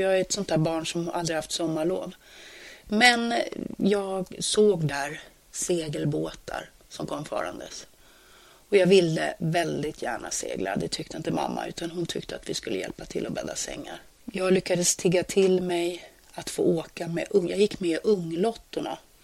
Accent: Stockholm, Stockholm County, Sweden; Född i Högdalen. Uppvuxen i Högdalen. Jag är faktiskt född hemma på Skebokvarnsvägen i lägenheten.

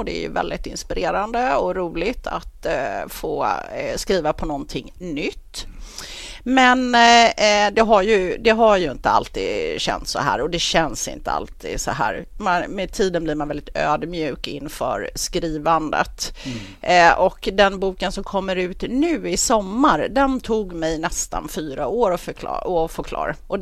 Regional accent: Åkersberga, Stockholm County, Sweden; Jag är född och uppvuxen här i Åkersberga och sen drygt 20 år så bor jag i Margretelund.

